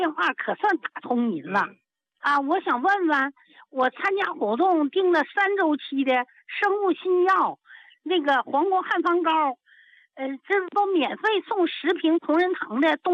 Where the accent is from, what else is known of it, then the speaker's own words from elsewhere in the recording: Zhaoyuan, Heilongjiang, China; accent: Northeastern; moved away as an adult; now in Guangxi, China; 我老家我是东北，我是黑龙江皂源县的。